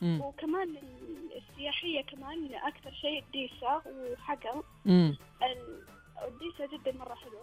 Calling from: Tabuk, Tabuk Province, Saudi Arabia; من تبوك الورد

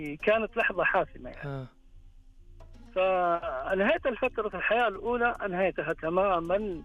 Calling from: Jeddah, Makkah Province, Saudi Arabia

